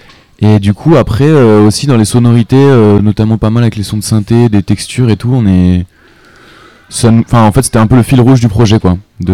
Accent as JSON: {"language": "French", "region": "Auvergne-Rhône-Alpes", "country": "France", "moved": "yes", "lives_now": "Toulouse, France", "said": "on vient du même coin de la Drôme. Je sais pas si vous voyez où c'est, dans le sud-est de la France. Et c'est un petit endroit"}